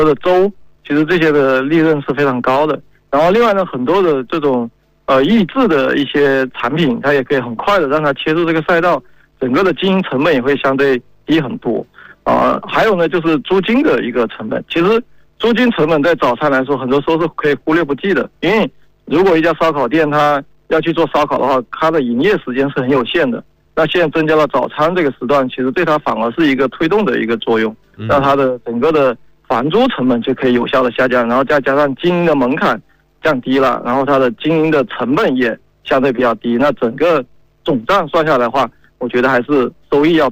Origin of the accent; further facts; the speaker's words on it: Guangdong, China; 正好我是广东人，所以我对早茶是这个很有那个很亲切的啊。